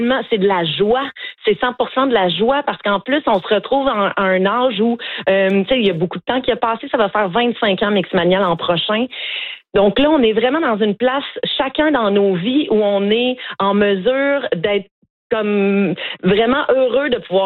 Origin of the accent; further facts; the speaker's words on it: Quebec, Canada; Moi, je suis québécoise.